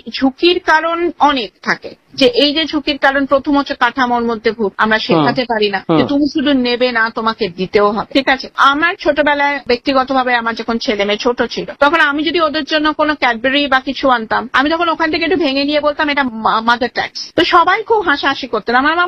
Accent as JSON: {"language": "Bangla", "town": "Kolkata", "region": "West Bengal", "country": "India", "said": "আমি কলকাতার কথাই বলছি যেহেতু আমি কলকাতা বাসী"}